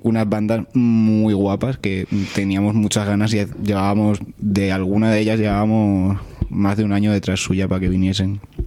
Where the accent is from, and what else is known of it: Madrid, Community of Madrid, Spain; born there